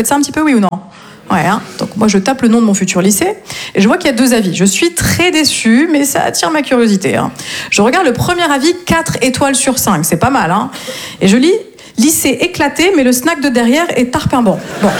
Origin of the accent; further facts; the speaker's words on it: Grand Est, France; moved away as an adult; also born or lived in Nancy; now in Marseille, France; Je viens du nord-est de la France et je me suis installée à Marseille il y a tout juste 3 ans et demi.